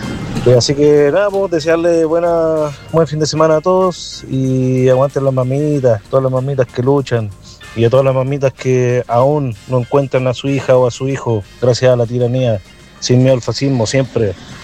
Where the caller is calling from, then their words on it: Cabildo, Valparaíso, Chile; de la Vega Baja, Cabildo, está soleado, hermano.